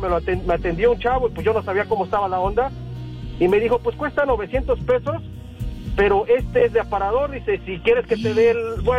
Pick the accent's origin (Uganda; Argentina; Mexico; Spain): Mexico; Puebla; Mire, en mi caso fue de que yo iba llegando a la Ciudad de México. Yo soy de Puebla.